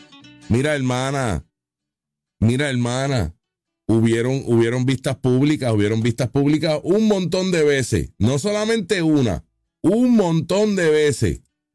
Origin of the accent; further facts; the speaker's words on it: Puerto Rico; Yo soy boricua. Boricua soy.